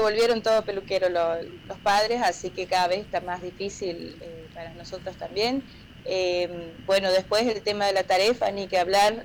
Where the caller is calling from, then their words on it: Puerto Esperanza, Misiones, Argentina; Estamos acá en Puerto Esperanza, soy de Puerto Esperanza, departamento Iguazú